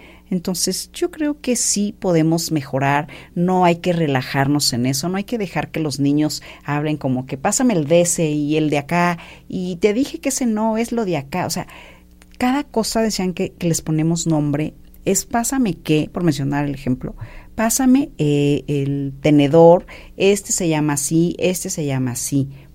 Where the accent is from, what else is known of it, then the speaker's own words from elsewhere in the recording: Mexico; Somos aquí mexicanos